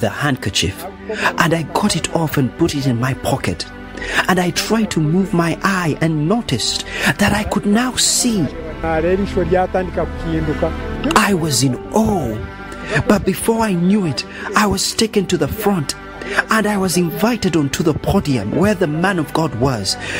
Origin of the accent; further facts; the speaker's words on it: Kabale, Uganda; born there; now in Mbarara, Uganda; I was born in Kabali, but now stay in Mbarara.